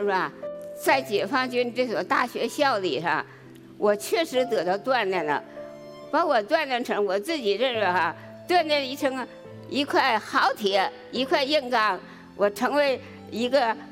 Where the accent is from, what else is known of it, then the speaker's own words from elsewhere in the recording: Northeast China, China; born there; now in Wuhan, China; 我出生的时候哈，侵华日军已经侵占东北好几年了